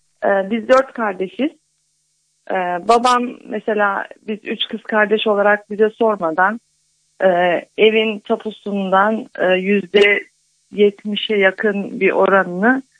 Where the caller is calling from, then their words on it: Istanbul, Turkey; ben İstanbul'dan arıyorum